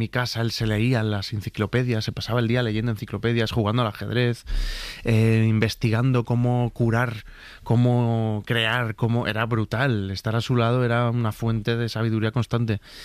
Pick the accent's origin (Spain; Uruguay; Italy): Spain; Málaga, Andalusia; born there; porque yo nací en Málaga, frente al mar